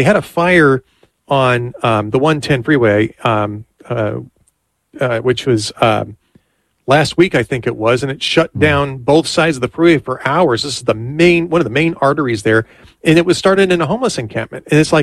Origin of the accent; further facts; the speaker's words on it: Los Angeles, California, United States; moved away as an adult; I was born in Los Angeles. Yeah. This is my native area. I lived there for 30 years. And it's changed a lot since I left